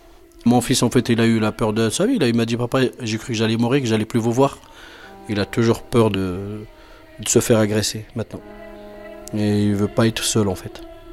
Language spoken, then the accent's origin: French; Morocco; moved away as an adult; now in France; 45 ans. Je suis marocain de nationalité. Je suis arrivé à l'âge de 19 ans, j'ai fait des études ici en France.